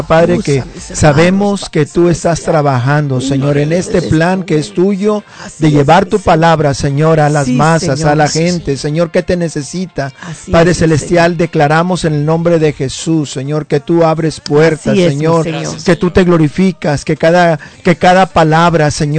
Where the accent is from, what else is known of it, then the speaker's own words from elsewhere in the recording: Monterrey, Nuevo León, Mexico; Desde mi tierra, Monterrey.